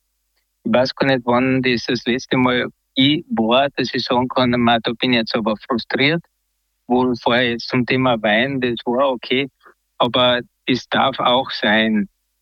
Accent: Styria, Austria; born there; now in Klagenfurt, Austria; in Klagenfurt zu Hause, geboren in der Steiermark, ja, in Kürze 67 Jahre jung.

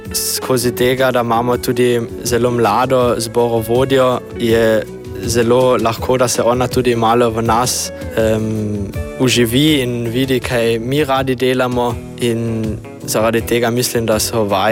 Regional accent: Abtei, Carinthia, Austria; pridem iz Apač in sem tukaj, ker je moj brat zraven poje

